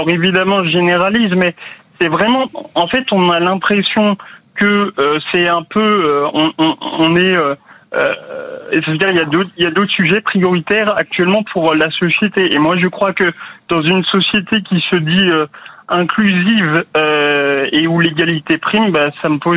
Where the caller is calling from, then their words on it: Paris, Île-de-France, France; De Paris.